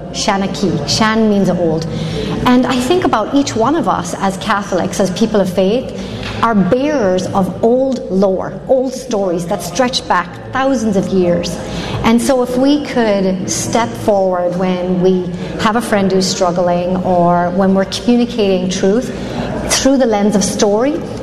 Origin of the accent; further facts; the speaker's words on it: Ireland; So I'm Irish